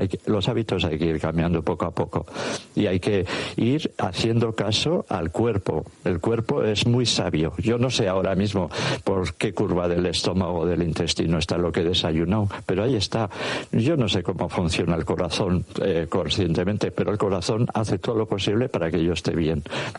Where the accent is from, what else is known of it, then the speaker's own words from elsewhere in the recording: Durango, Mexico; Yo soy de Durango y mi mamá hacía eso